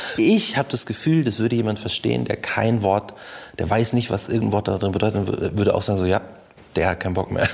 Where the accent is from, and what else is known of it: Bavaria, Germany; accent: Bavarian